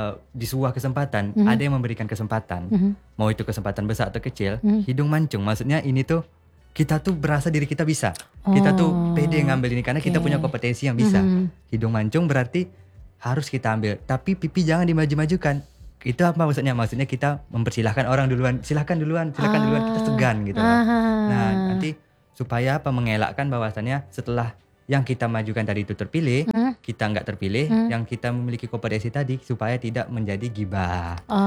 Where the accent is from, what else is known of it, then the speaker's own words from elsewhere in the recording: Riau, Indonesia; kami ini ya berasal dari Rokan Hilir